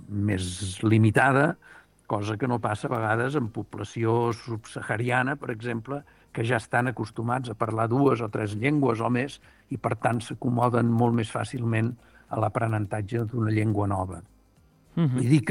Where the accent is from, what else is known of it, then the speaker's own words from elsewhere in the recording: Catalonia, Spain; nosaltres, com a catalans